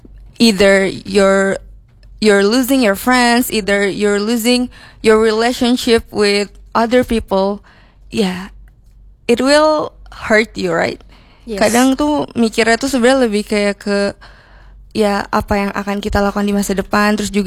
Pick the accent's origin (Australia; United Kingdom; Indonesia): Indonesia; Jakarta; now in Yogyakarta, Indonesia; Actually, I'm from Jakarta.